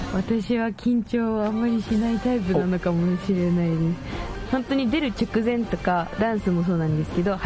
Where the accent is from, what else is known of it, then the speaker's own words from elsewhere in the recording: Saga, Japan; now in Hyogo, Japan; 。そうですね、人生佐賀県出身です